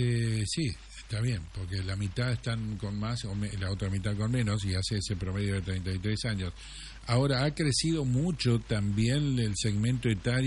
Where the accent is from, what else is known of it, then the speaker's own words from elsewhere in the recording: Concepción del Uruguay, Entre Ríos, Argentina; nativos de Concepción somos 72.000